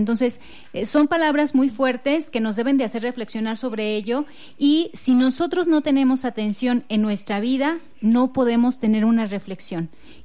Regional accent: Mexico; estamos celebrando nosotros como mexicanos 100 años de la persecución religiosa en México.

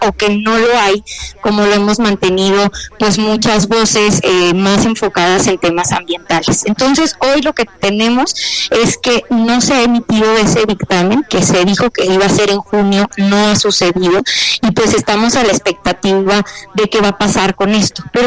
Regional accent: Mexico; ese es un valor que como mexicanos queremos propiciar

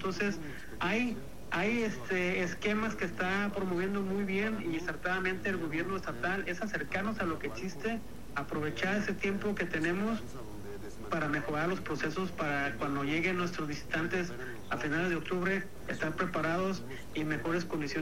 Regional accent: Mexico; now in Puerto Vallarta, Mexico

